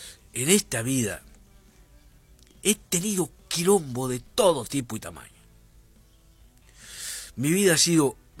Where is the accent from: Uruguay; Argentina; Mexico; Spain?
Uruguay; Artigas; also born or lived in Rivera; yo soy de la Cuaró, o sea, la gente de la Cuaró es así, somos cuchilleros